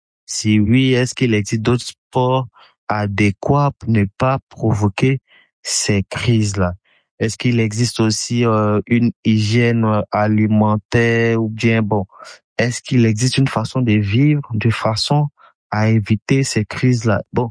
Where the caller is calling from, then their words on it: Abidjan, Côte d’Ivoire; j'appelle depuis Abidjan et j'ai 39 ans.